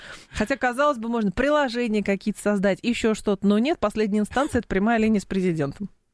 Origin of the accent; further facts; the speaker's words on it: Lyubertsy, Moscow Oblast, Russia; Я же из Люберец.